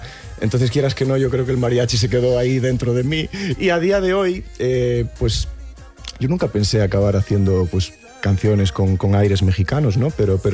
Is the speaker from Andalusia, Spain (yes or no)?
no; Galicia, Spain; yo hasta entonces andaba más por fuera de Galicia. Me costaba ser profeta en mi tierra